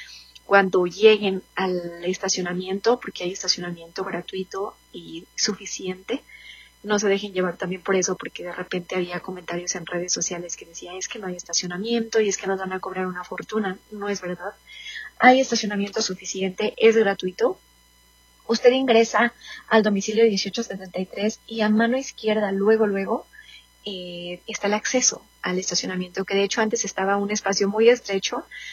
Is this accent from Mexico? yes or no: yes; Mexico; now in Denver, United States; digno para nosotros como mexicanos